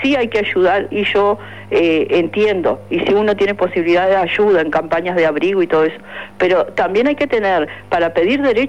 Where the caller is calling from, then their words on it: Maldonado, Uruguay; como un matrimonio que hemos sido, que somos de Maldonado, criamos 2 hijos, los cuales son adultos, ya tenemos nietos